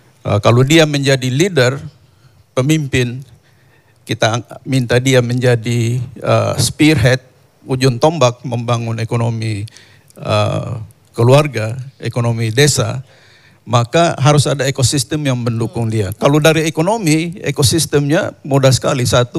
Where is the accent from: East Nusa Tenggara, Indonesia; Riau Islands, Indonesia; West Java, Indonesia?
East Nusa Tenggara, Indonesia; saya putra asli daerah NTT. Jadi besar, kecil, lahir di desa terpencil di pedalaman Pulau Timur.